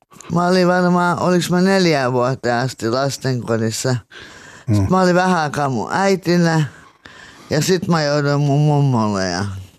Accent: Helsinki, Uusimaa, Finland; Mä oon Kanelmäestä.

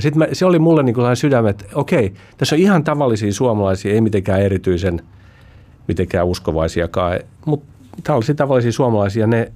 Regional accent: Helsinki, Uusimaa, Finland; mä oon helsinkiläinen

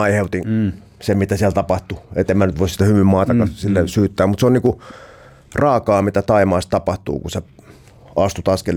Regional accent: Helsinki, Uusimaa, Finland; stadilaisia.

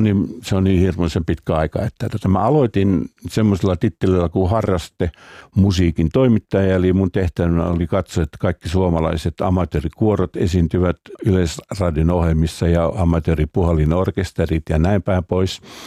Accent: Salo, Southwest Finland, Finland; born or raised there

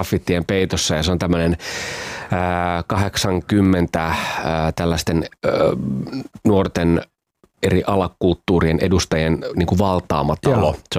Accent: Pori, Satakunta, Finland; born or raised there; also born or lived in Kuorevesi

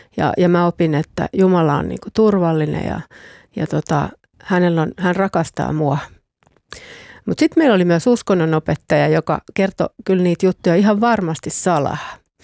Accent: Eastern Finland, Finland; born or raised there

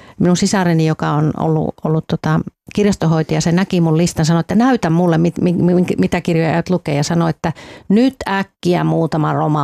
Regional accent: Helsinki, Uusimaa, Finland; En minä muista täällä, kun mä aina olen helsinkiläinen.

